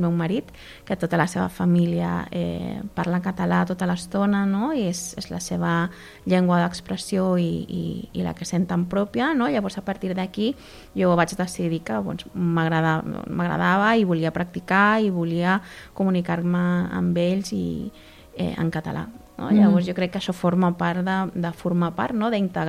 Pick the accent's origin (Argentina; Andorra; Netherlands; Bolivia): Argentina; now in Caldes, Spain; Aquesta perspectiva a nivell de persona de fora, perquè jo sóc de l'Argentina, veure, no?